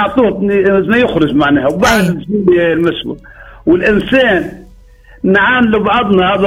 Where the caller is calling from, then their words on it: Tunisia; عندنا في تونس